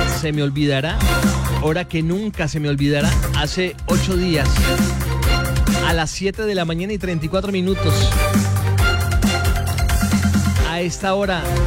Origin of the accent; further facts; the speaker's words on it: Colombia; porque somos colombianos